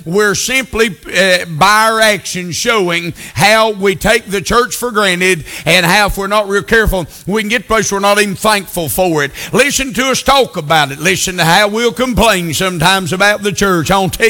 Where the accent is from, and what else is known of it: United States